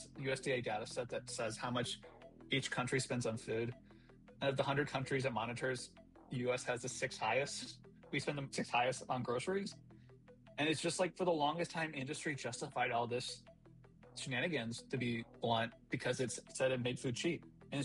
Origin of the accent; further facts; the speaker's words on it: Iowa, United States; Like, I'm from Iowa.